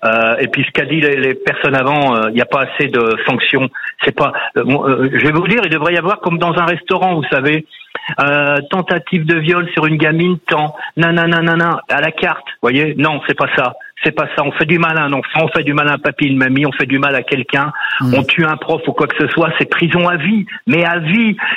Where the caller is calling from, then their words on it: Pays de la Loire, France; tout près de chez moi, à Saint-Nazaire